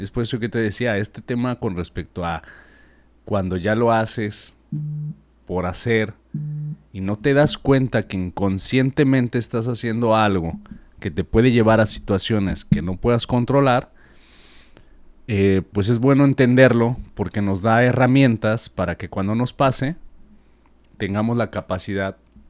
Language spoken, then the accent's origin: Spanish; Mexico; nuestro subconsciente como personas, como mexicanos